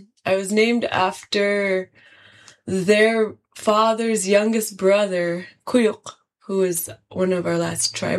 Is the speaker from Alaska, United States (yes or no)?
yes; Nome, Alaska, United States; I'm a King Islander. I'm from Nome, Alaska. And I was raised by my strong family of King Island Native women.